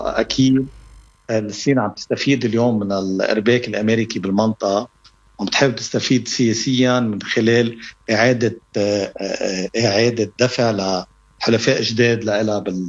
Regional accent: Lebanon; يعني عمليا حقيقه نحن معولين جدا كلبنانيين على الدور السفير عيسى

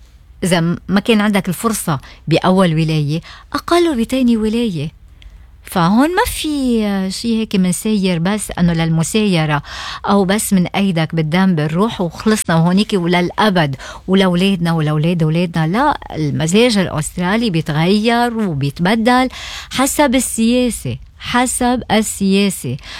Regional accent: Lebanon; now in Australia; نحن كجالية لبنانية وعرب

